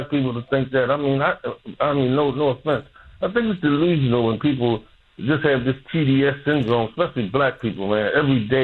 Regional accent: United States; We are Americans. I was born here. I'm an American, so that's the way I look at it. We're all Americans.

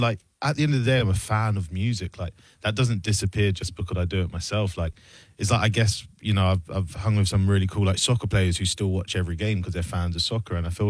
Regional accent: Luton, East of England, United Kingdom

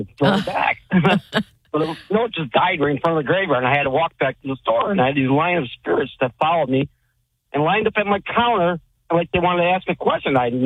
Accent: New York, United States; now in Maui, United States; But anyways, I'm from upstate New York, and I had a small auto parts business.

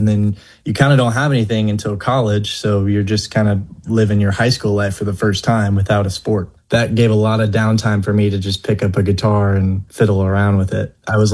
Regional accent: Louisville, Kentucky, United States; I grew up in Catholic schools. Went to Trinity High School. I'm a little Cardinals fan

